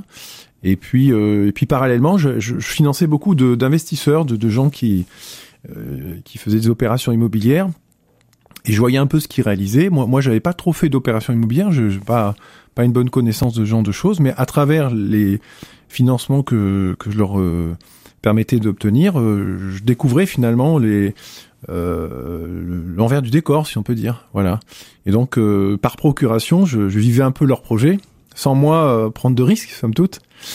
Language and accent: French; Limoges, Nouvelle-Aquitaine, France; also born or lived in Geneva, Switzerland; j'ai fait ma primaire à Boisseuil, mon collège à Pierre-Buffière et mon lycée à Gay-Lussac puisqu'on en parlait tout à l'heure, et donc je suis un gars du coin